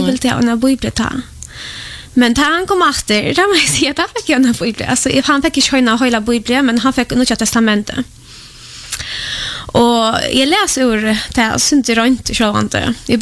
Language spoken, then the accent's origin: Swedish; Poland; Swedish is a second language; now in Sweden; Jag är född och uppvuxen i Polen.